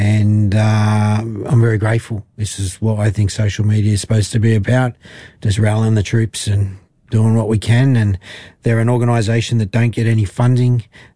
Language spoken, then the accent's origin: English; New South Wales, Australia; I'm from New South Wales.